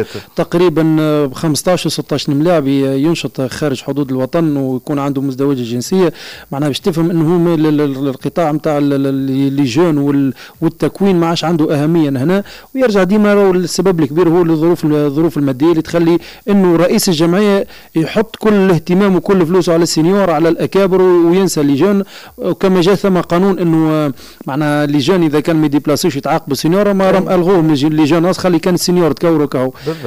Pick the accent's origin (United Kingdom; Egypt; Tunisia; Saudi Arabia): Tunisia; احنا في تونس